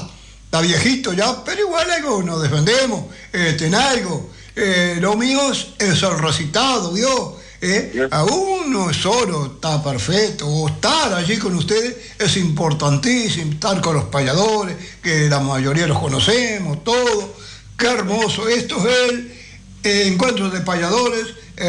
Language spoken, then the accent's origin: Spanish; Uruguay; de acá de mi pueblo, del corazón de Urano, Sarandí allí